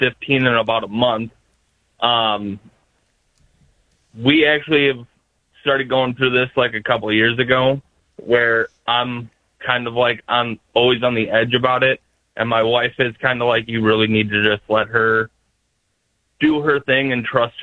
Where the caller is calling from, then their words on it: Wisconsin, United States; I live in Wisconsin.